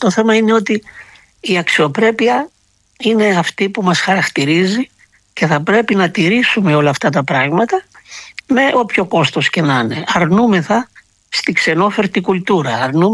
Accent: Greece

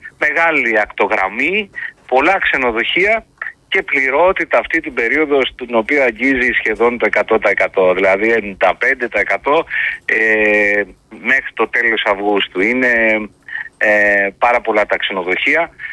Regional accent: Greece; Λοιπόν, να ξεκινήσω, γιατί ως Έλληνες θεωρούμε ότι η γαστρονομία είναι το πρώτο πράγμα που κοιτάζουμε.

